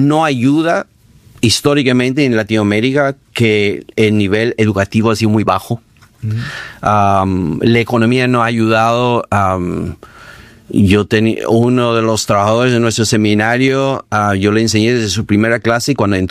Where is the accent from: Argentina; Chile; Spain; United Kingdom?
United Kingdom; England; En mi país, en Inglaterra